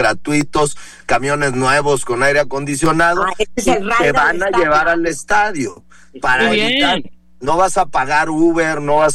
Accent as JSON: {"language": "Spanish", "region": "Jalisco", "country": "Mexico", "said": "Jaliscienses, aunque allá en la Ciudad de México nos dicen jalisquillos, pero somos jaliscienses."}